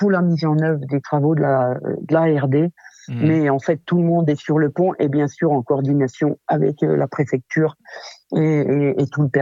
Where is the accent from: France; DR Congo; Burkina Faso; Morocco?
France; Pralognan-la-Vanoise, Auvergne-Rhône-Alpes; Et cette culture, on vit un peu et on évolue depuis qu'on est petit, parce que je suis née à Pralognan.